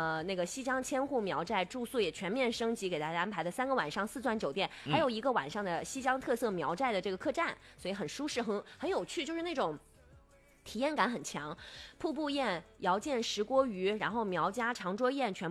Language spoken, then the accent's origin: Chinese; Henan, China; accent: Henan; 把我河南口音都说出来了